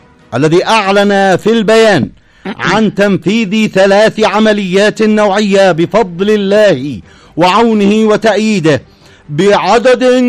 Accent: Yemen; يشتي يشتي نفس ما سوى في سوريا يشتي يعمله عندنا في اليمن

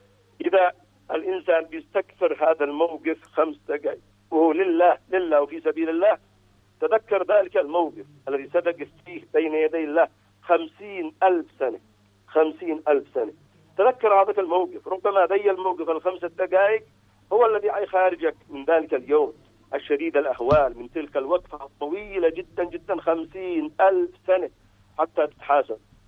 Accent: Yemen; فنحن كشعب يمني بإذن الله سنأخذ بثأر المسلمين

